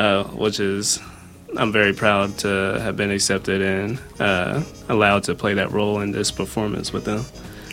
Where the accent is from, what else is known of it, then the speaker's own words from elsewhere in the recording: Louisville, Kentucky, United States; because I'm from Louisville